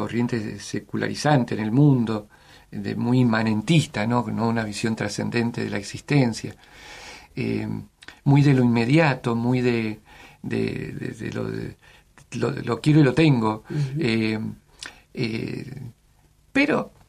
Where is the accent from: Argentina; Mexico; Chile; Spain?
Argentina; Mendoza; Ser párroco y en Mendoza. En mi tierra.